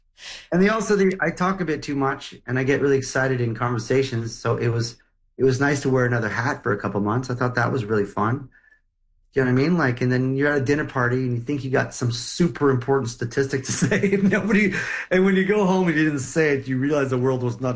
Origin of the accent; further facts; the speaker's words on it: Montreal, Quebec, Canada; I grew up in Montreal, so I grew up being exposed